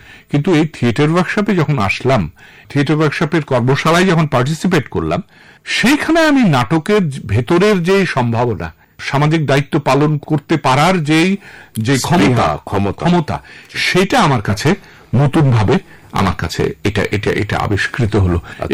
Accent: Rajshahi Division, Bangladesh; আমি মূলত রাজশাহীর ছেলে, গ্রামের স্কুলেই প্রাইমারি পর্যন্ত লেখাপড়া

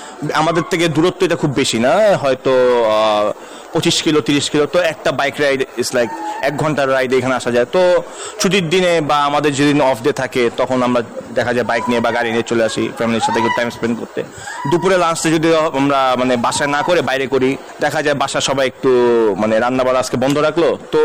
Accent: Munshiganj, Dhaka Division, Bangladesh; বাসায়ও তো ইলিশ মাছ সবসময় খাওয়া হয়, যেহেতু বললাম আমাদের দেশের বাড়িও মুন্সিগঞ্জ, ঠিক আছে, ওই সাইডে দেখা যায় ওখানেও অনেক ইলিশ মাছ ধরা পড়ে

